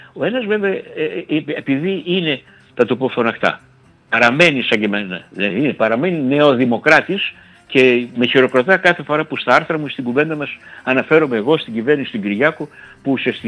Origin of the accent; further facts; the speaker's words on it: Katerini, Central Macedonia, Greece; now in Thessaloniki, Greece; και πριν 70 χρόνια είχα έρθει εγώ στη Θεσσαλονίκη και έβλεπα τους μαθητές, πολύ πιο μάγκες, ήταν Θεσσαλονικής. Εγώ ήμουν Κατερινιωτάκη